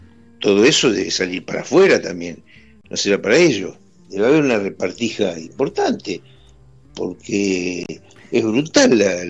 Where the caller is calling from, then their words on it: Rosario, Santa Fe, Argentina; Yo no me gusta el fútbol, y eso que soy rosarino, ¿eh?